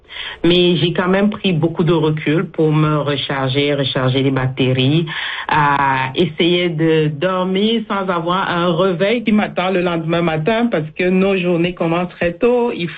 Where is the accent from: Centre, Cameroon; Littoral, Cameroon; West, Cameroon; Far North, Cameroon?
West, Cameroon; Bafoussam; now in Canada; au Cameroun, en Afrique, où j'ai eu le plaisir de passer quelques temps avec ma famille dans ma ville natale à Bafoussam.